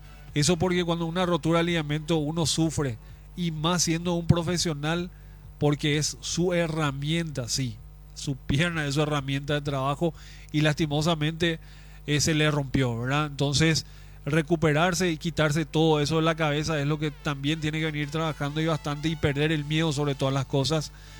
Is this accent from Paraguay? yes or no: yes; Paraguay